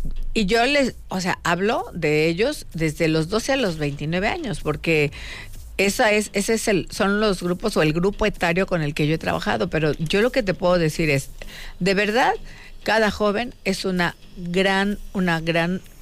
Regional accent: Guerrero, Mexico; como mexicano, como guerrerense

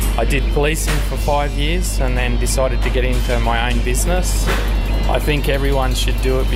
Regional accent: Coburg, Victoria, Australia; born there; now in Tennant Creek, Australia; I was born in Coburg in Victoria and came to live in Tennant Creek

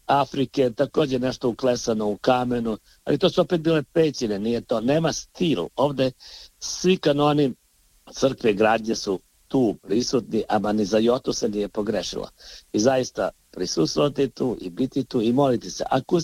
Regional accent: Podgorica, Montenegro; Kao, na primjer, kod nas u Podgorici postoji manastir Dajbabe, to je periferija grada.

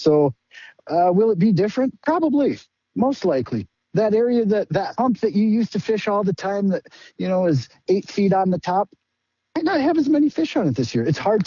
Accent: Nevis, Minnesota, United States; I grew up on Lake Beltane in Nevis, and I remember having to let out line on the shoreline to go back to sit on this kind of rock wall.

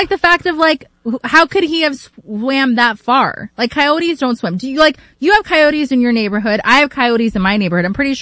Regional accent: Southern California, United States; Yeah, I'm not from NorCal. So I'm okay that I don't need to say that I'm from NorCal. I'm from SoCal, thank God.

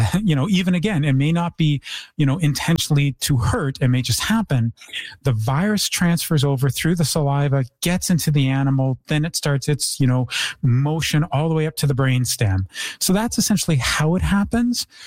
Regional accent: Toronto, Ontario, Canada; Unfortunately, you know, I come from Toronto where the raccoons are practically domesticated.

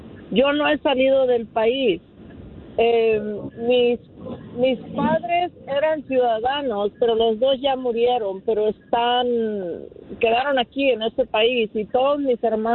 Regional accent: Mexico; now in United States

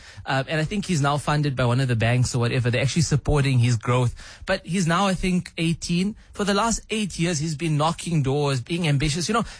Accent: Klerksdorp, North West, South Africa; I was brought up in the Northwest, small little town called Klerksdorp. Now it's no longer that small.

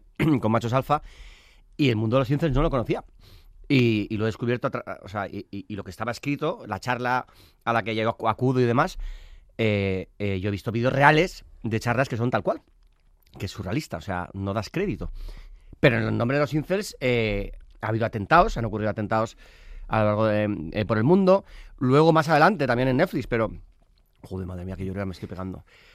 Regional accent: Basque Country, Spain; Y yo soy muy friolero. Soy vasco, sí, todo el rodaje, ¡ay, qué frío! Pero si eres vasco, si eres del norte, que soy tan vasco como friolero, que conste en acta.

